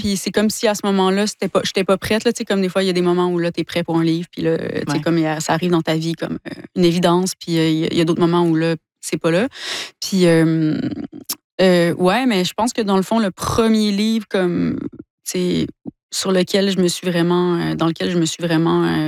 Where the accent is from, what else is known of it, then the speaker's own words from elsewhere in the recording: Quebec, Canada; Ma famille vient du bas du fleuve aussi, mais j'ai grandi en Gaspésie.